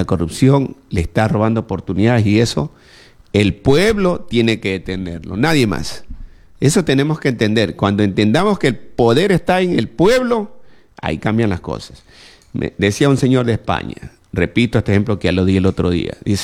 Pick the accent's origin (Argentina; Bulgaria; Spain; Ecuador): Ecuador